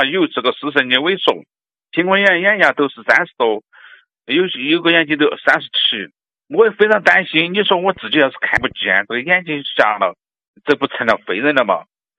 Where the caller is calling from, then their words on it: Chengdu, Sichuan, China; 四川成都的。